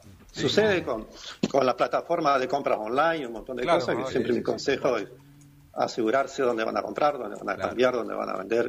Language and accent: Spanish; Santa Elena, Entre Ríos, Argentina; nosotros que somos de Santa Elena, sabemos muy bien que de Santa Elena hay mucha gente que trabaja en Paraná, que estudian en Paraná